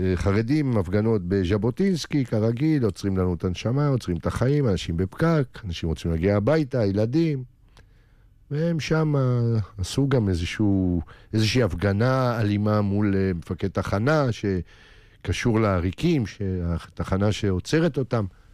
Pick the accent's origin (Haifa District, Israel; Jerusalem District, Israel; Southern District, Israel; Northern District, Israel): Jerusalem District, Israel; Jerusalem; אז הבנת שאני ירושלמי